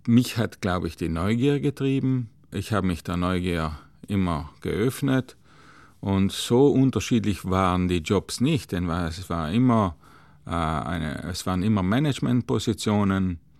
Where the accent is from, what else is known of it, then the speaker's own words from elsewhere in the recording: Trentino-Alto Adige, Italy; Das war eigentlich der erster Bezug bei uns in Südtirol zu einem Honorarkonsulat, auch für mich natürlich.